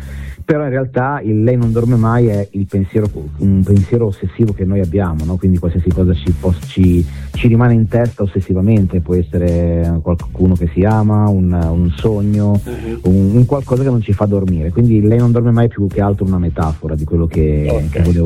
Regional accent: Liguria, Italy; Sì, nell'entroterra qui, dalle mie parti.

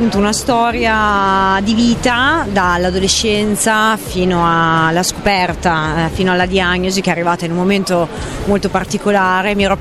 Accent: Emilia-Romagna, Italy; E io sono emiliana

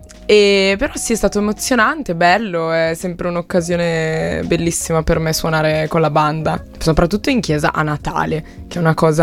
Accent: Confienza, Lombardy, Italy; born there; Sì, 1500 anime e niente. Io comunque sono molto affezionata al mio paesino.

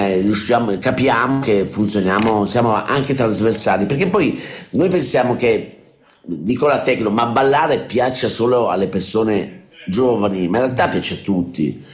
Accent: Naples, Campania, Italy; sono napoletano

